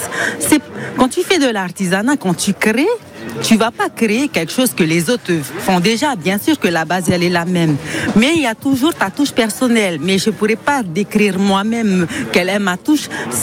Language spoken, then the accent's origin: French; Austral Islands, French Polynesia; Je viens de l'archipel des Australes et spécialement de l'île de Rimatara où la vannerie fait partie intégrante de la vie de tous les jours.